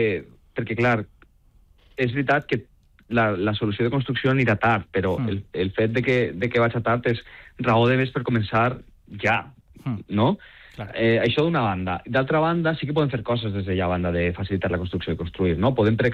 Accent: Valencia, Valencian Community, Spain; moved away; jo soc del Cabanyal, conec molt bé el cas del Cabanyal, perquè és el barri del que soc jo no visc allí ja, però he viscut allà

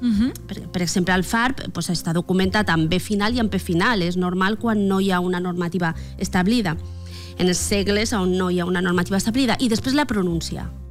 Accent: Bicorb, Valencian Community, Spain; now in Meliana, Spain; Jo sóc de Bicorb, la Canal de Navarrés. El gentilici és Bicorbí. I visc a Meliana.

